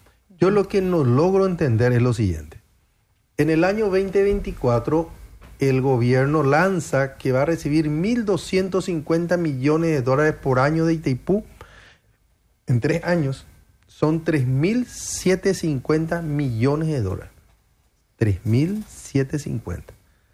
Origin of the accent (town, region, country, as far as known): Paraguay